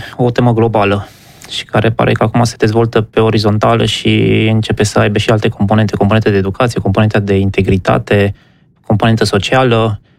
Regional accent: Transylvania, Romania; eu sunt mândru, sunt din Transilvania și ne mândrim tot mereu cu biodiversitatea

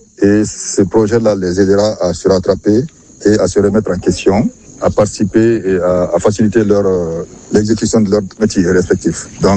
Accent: Labé, Labé Region, Guinea; je suis guinéen, je viens de la ville de l'Abbé, précisément la sous-préfecture de Diari.

